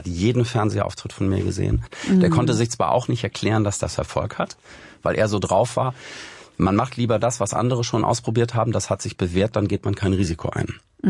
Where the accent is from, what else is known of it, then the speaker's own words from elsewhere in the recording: Bad Schwartau, Schleswig-Holstein, Germany; born there; moved away; also born or lived in Hamburg; blicke nicht freudvoll auf meine Zeit in Bad Schwartau zurück. Ich habe das häufig, also ich bin ja auch nach der Trennung mit meiner Mutter dort erst hingezogen. Ich bin eigentlich Hamburger.